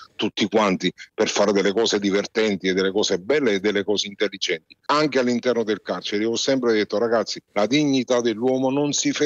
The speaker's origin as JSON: {"language": "Italian", "town": "Naples", "region": "Campania", "country": "Italy", "tie": "born or raised there", "said": "Per me è diventato importante importante tenere questi rapporti con la mia città natale, che è Napoli, che adoro, anche perché Napoli non è difficile adorare. Napoli è adorabile."}